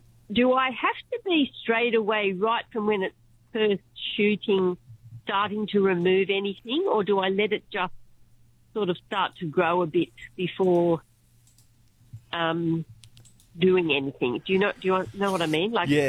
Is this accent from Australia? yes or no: yes; Stoker Siding, New South Wales, Australia; I'm also from Stoker Siding.